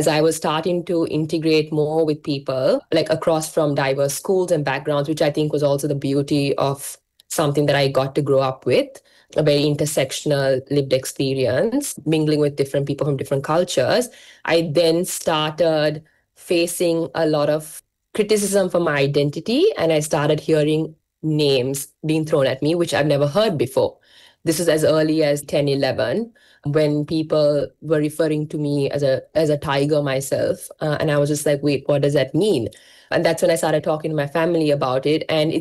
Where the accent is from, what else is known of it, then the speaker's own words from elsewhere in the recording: Colombo, Western Province, Sri Lanka; I was born in Colombo. I have lived there for almost entirely my entire life.